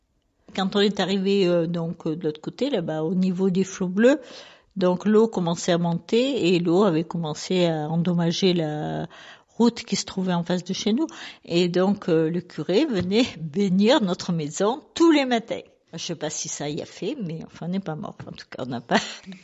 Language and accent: French; Savines-le-Lac, Provence-Alpes-Côte d'Azur, France; née en 52 et ayant connu Savine sans le lac. J'ai grandi à Savine et j'ai passé ma scolarité à Savine.